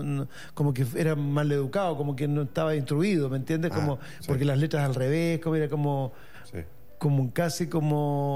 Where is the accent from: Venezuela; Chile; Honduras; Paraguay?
Chile; Santiago, Santiago Metropolitan Region; yo nací en Santiago, veníamos conversando recién, que he estado siempre viviendo en el mismo lugar, en la misma comuna durante toda mi vida. Ya. Yo soy ñuñoíno, soy de Ñuñoa. Estudié en Ñuñoa